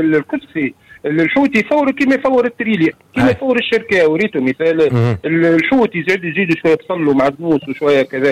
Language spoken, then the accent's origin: Arabic; Tunisia; احنا توانسه